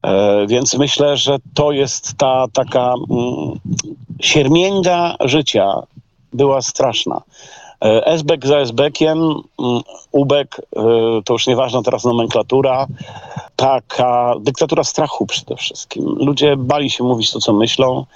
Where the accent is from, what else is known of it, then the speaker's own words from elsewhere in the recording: Greater Poland Voivodeship, Poland; bo ja jestem wielkopolaninem.